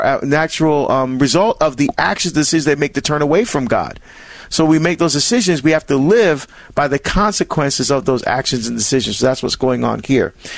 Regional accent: New Jersey, United States; Annie is calling from the great state, my home state of New Jersey

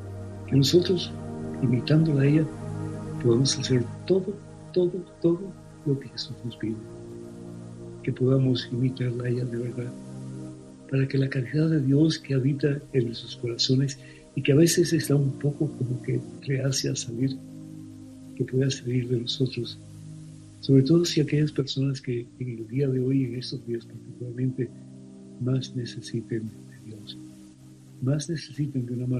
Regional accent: Cuba; Yo te pido, Madre Santísima, que nos ayudes en este tiempo difícil de nuestra vida, como cubanos y como latinoamericanos.

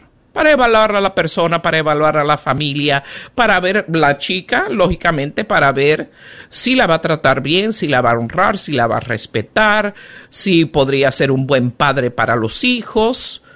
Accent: Puerto Rico; yo soy nativa de Puerto Rico.

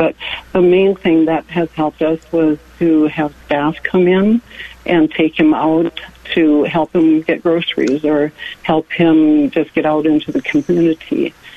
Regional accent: North Dakota, United States; He's 46, and I have felt a lot of the same concerns, but I'm from North Dakota

